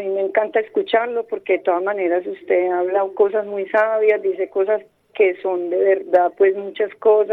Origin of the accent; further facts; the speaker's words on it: Medellín, Antioquia, Colombia; yo fui criada en Manrique, yo ahora vivo en Prado Centro